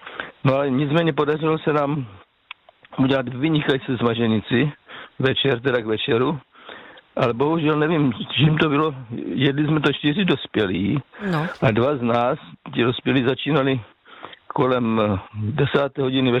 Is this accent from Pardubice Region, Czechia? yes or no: no; South Moravian Region, Czechia; U nás na Jižní Moravě jako těch možností tam začíná.